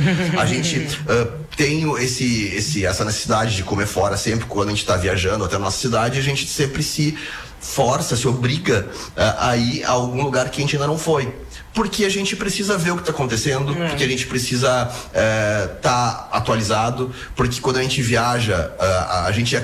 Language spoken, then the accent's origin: Portuguese; Porto Alegre, Rio Grande do Sul, Brazil; A gente nasceu, o nosso CEP é 90 mil e alguma coisa, né?